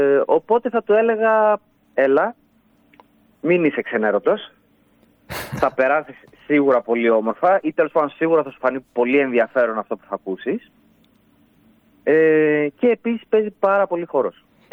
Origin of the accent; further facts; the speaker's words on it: Alexandroupoli, Eastern Macedonia and Thrace, Greece; Εγώ είμαι από Αλεξανδρούπολη.